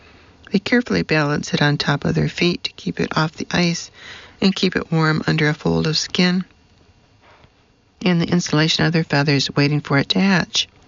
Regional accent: New York, United States; I'd asked Scott that we marry only in my home state of New York

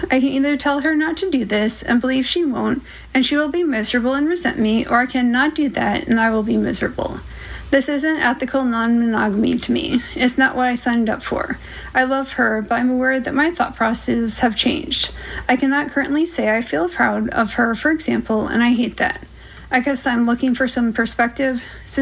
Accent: United States; moved away as an adult; now in United Kingdom; maybe because he's Australian and I'm an American who's been living in Britain for 10 years, who knows.

